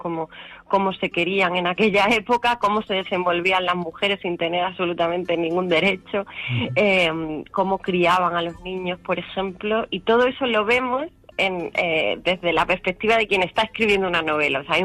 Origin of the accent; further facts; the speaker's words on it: Castro del Río, Andalusia, Spain; born there; Sí, está basada en Castro del Río, que es mi pueblo.